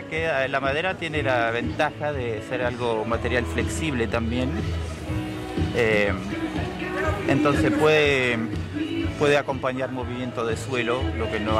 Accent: France; Yo que vengo de Francia, vemos construcciones en pie todavía, hechas de madera y barro, que tienen siglos y siglos.

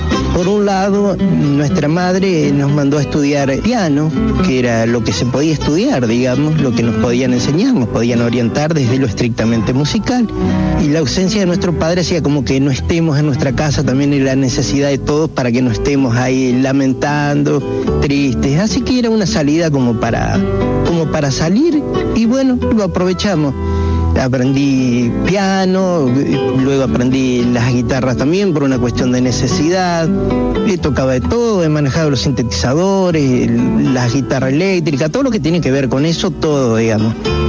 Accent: Entre Ríos, Argentina; sos entrerriano

